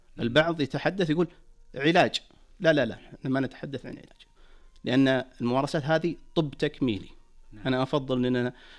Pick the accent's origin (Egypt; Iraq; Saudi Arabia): Saudi Arabia; بالنسبة لنا كسعوديين